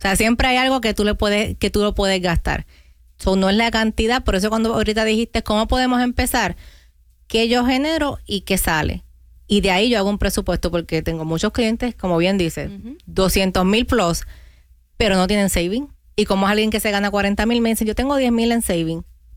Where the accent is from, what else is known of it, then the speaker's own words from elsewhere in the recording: Puerto Rico; Ya que soy boricua, vamos a hablar de la isla, porque es un lugar pequeño